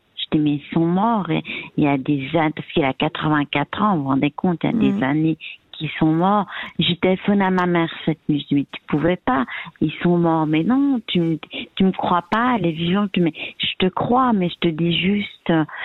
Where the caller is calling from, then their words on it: Geneva, Switzerland; moi, je suis à Genève